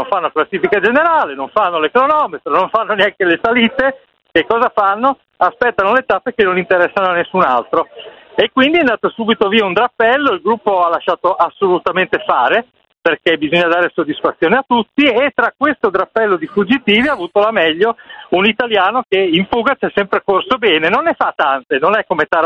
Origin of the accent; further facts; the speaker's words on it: Ferrara, Emilia-Romagna, Italy; Perché vengo da Ferrara